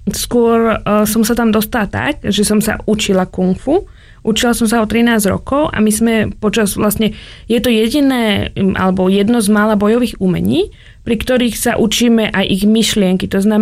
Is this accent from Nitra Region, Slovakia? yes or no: yes; Šaľa, Nitra Region, Slovakia; Áno, to je moje rodné mesto.